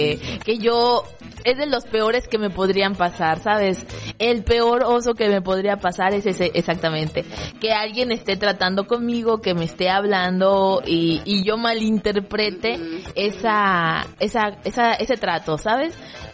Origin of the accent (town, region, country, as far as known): Campeche, Mexico